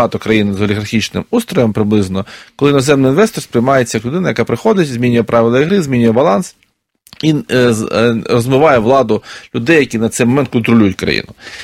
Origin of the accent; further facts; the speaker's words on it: Luhansk, Luhansk Oblast, Ukraine; в моєму рідному місті, зараз окупованому Луганську